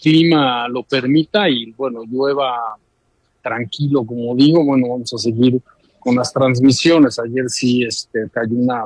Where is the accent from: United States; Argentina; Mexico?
Mexico; Bueno, yo creo que nosotros como mexicanos, y no nada más aquí, sino a lo largo de los mundiales